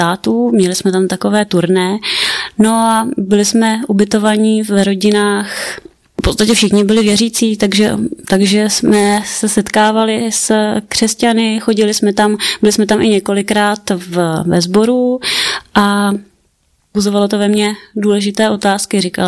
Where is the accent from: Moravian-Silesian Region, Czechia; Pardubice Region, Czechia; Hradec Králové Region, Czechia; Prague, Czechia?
Hradec Králové Region, Czechia; Hradec Králové; přijel k nám do města, do Hradce Králové, a pocházím z Hradce Králové